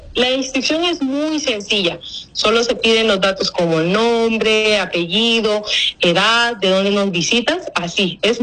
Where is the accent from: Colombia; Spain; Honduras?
Honduras; Tegucigalpa, Francisco Morazán; yo soy de Tegucigalpa.